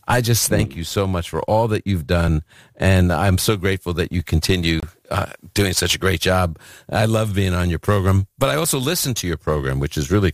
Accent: New York, United States; That you know, I am from New York, you know, and sometimes in New York, it's like, hey, come on, just do this.

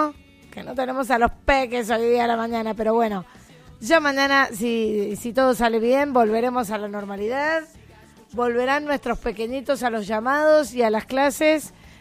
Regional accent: Mendoza, Argentina; que tenemos los mendocinos

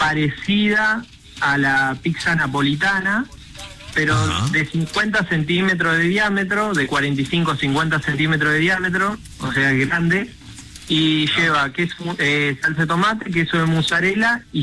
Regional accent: Argentina; como somos los argentinos

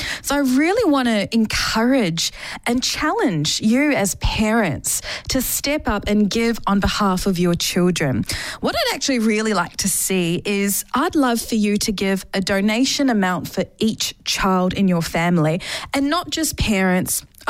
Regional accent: New Zealand; moved away as an adult; also born or lived in India; now in Australia; I'm originally from India. And moved to New Zealand when I was about 1 year old, and then moved to Australia about 6 years ago now.

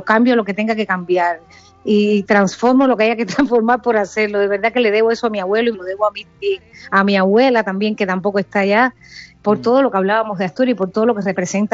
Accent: Cuba; now in Spain; mi tierra natal, a Cuba, a mi Cuba.

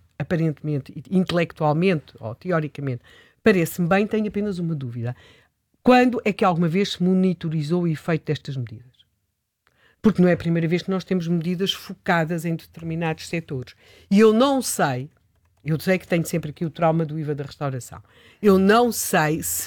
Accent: Portugal

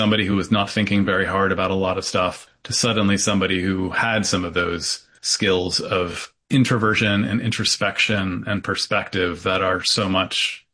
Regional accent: Syracuse, New York, United States; I'm not from rural New York. I'm from Syracuse, which is a reasonable sized city.

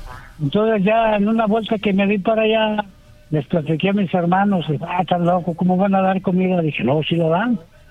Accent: Aguascalientes, Mexico

